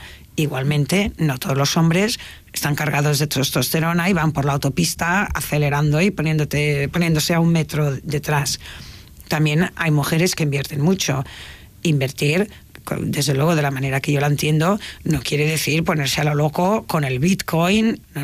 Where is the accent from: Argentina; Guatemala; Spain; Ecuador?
Spain; Tarragona, Catalonia; De hecho, yo que soy de un pueblo, soy de Tarragona y de Morella, por parte de padre